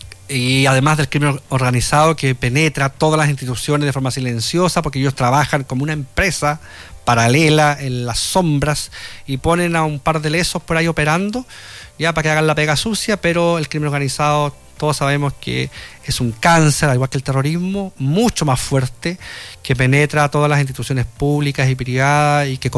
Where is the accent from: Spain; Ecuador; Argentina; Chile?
Chile